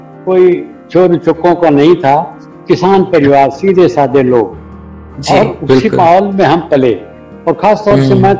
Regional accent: Gorakhpur, Uttar Pradesh, India; सब परिवार हमेशा भारत में रहा, गोरखपुर जो हमारा होम टाउन है यहीं पर था।

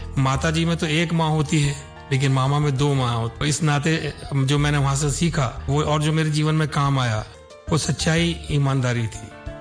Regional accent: Uttar Pradesh, India; जैसे हमारा जिला था मुरादाबाद, तो वहाँ पार्टिसिपेट करने के लिए गया

